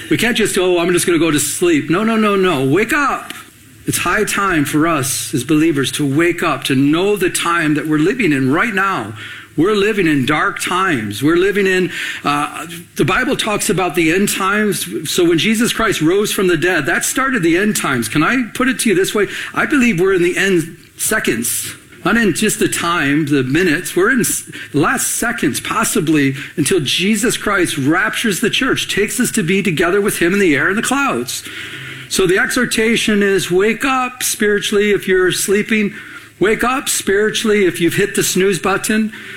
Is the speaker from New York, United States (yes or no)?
no; Michigan, United States; growing up in Michigan, there's a lot of lakes, and one of the places I would go to is the beach. It was Metro Beach there at Lake St. Clair.